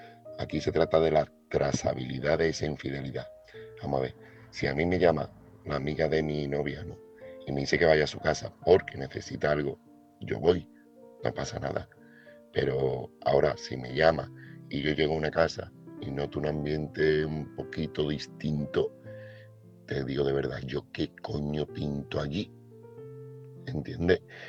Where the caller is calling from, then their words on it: Seville, Andalusia, Spain; corresponsal de Sevilla